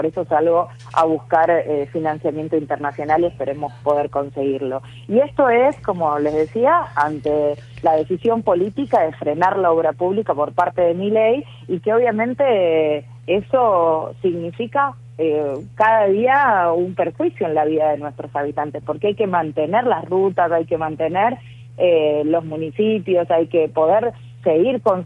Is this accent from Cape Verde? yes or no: no; Argentina; también, porque todos, lamentablemente, todos como argentinos tenemos la responsabilidad de con nuestro esfuerzo aportar para pagar una deuda que no es de ningún beneficio para nuestro país.